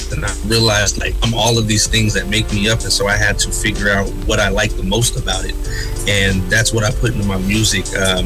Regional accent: Oklahoma, United States; also born or lived in Dallas; I'm a native black and white from Oklahoma. I was born in Dallas, but we don't talk about that.

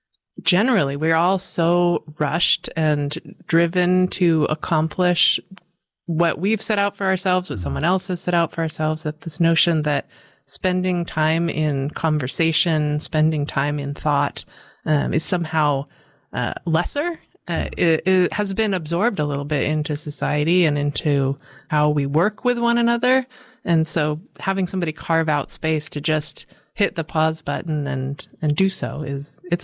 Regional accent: Escondido, California, United States; also born or lived in East Coast, United States; I'm from San Diego. I was born and raised here in Escondido and in Poway and had a lovely childhood. A lot of my family is still here. I spent about a decade, a little more, on the East Coast.

